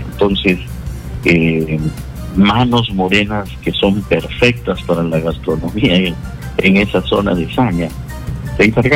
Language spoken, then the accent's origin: Spanish; Peru; como cualquier peruano pasado los 50 años, de lo que vivimos.